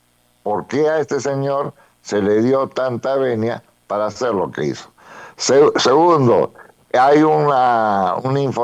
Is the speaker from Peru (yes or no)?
yes; Peru